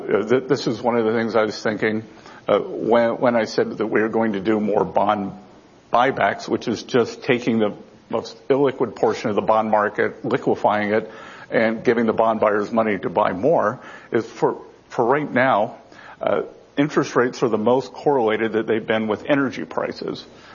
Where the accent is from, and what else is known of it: Charleston, South Carolina, United States; born or raised there